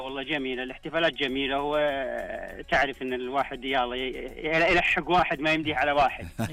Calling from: Al-Qassim, Saudi Arabia; من القصيم.

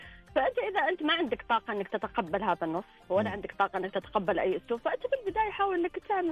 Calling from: Al-Ahsa, Eastern Province, Saudi Arabia; أنا أكلمك من الأحساء

